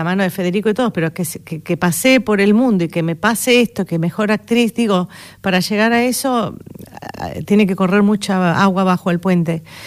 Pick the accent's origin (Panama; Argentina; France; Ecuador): Argentina; La Plata, Buenos Aires Province; yo vengo de la ciudad de La Plata, me siento pequeña igual.